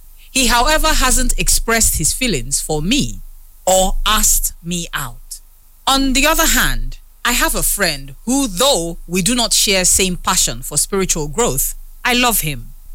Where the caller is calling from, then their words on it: Port Harcourt, Rivers, Nigeria; I'm texting from Port Harcourt.